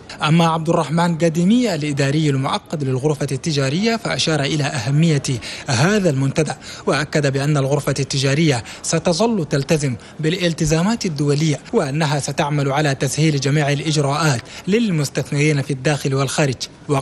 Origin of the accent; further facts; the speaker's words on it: Chad; لبلادنا تشاد